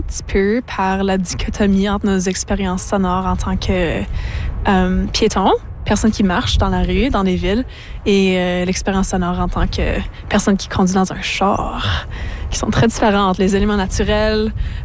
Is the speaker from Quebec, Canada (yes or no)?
no; Winnipeg, Manitoba, Canada; ma collaboratrice est Elizabeth Hildebrand, on vient de Winnipeg